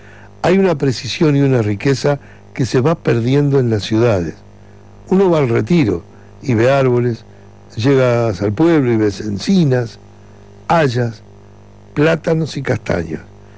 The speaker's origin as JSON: {"language": "Spanish", "country": "Uruguay", "tie": "born there", "said": "yo nací en un país del primer mundo"}